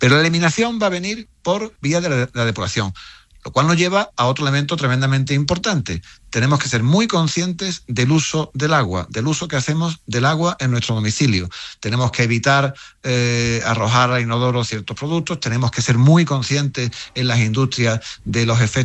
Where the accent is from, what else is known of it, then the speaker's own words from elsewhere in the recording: Spain; yo creo que a veces no somos conscientes los españoles del agua que nos sale por el grifo